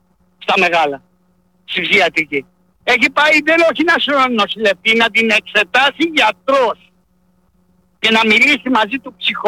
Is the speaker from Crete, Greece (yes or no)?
no; Keratsini, Attica, Greece; now in Thessaloniki, Greece; Εντάξει, εγώ είμαι από το Κερατσίνι. Είχα δώσει. Είχα μια εταιρεία security, την έκλεισα, τελείωσε, έτσι. Και ανέβηκα πάνω στη Θεσσαλονίκη.